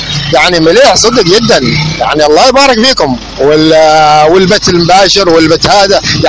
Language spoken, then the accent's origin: Arabic; Mukalla, Hadhramaut, Yemen; احنا من حضرموت ومن اهل حضرموت ومن اهل المكلا